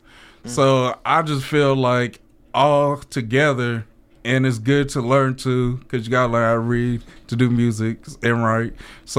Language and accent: English; Columbia, Missouri, United States; also born or lived in Des Moines, Iowa; I was born in Des Moines, Iowa, but I've been Columbia, Missouri my whole life.